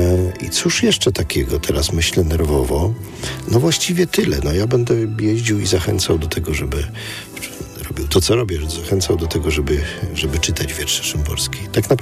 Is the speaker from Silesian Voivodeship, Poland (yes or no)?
no; Kraków, Lesser Poland, Poland; ja przypomnę, że jestem z Krakowa